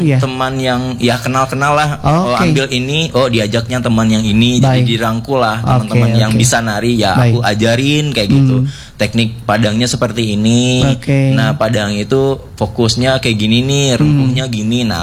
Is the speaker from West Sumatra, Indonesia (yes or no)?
yes; Payakumbuh, West Sumatra, Indonesia; now in Bandung, Indonesia; Nah, aku kan asalnya Payakumbuh.